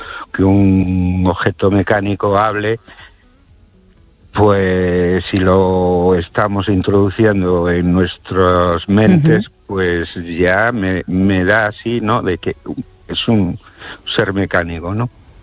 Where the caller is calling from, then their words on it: Ourense, Galicia, Spain; Buenas noches, Esther y oyentes … de Orense.